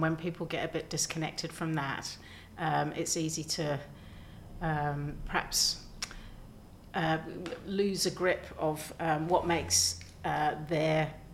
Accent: Walsall, West Midlands, United Kingdom; also born or lived in New Zealand; now in Staffordshire, United Kingdom; But I grew up in Walsall in the West Midlands. And then I've lived most of my life in Aotearoa, New Zealand. And so I've only been back in the UK for about 5 years.

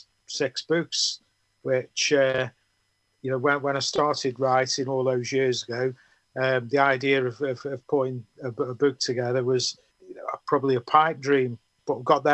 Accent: Stoke-on-Trent, West Midlands, United Kingdom; where I grew up in the Potteries.

